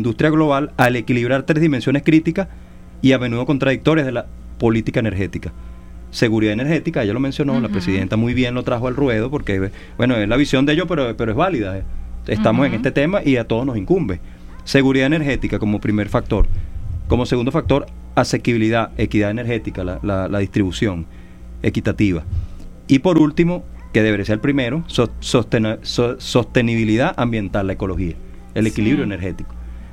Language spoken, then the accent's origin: Spanish; Venezuela; nuestro aporte como venezolanos y venezolanas a la conservación de la naturaleza.